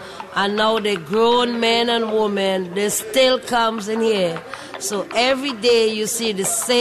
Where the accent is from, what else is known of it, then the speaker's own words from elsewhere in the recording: Trinidad & Tobago; now in Baltimore, United States; I came from Trinidad and Tobago, and I ended up in Baltimore, Maryland, and this is where I've been since.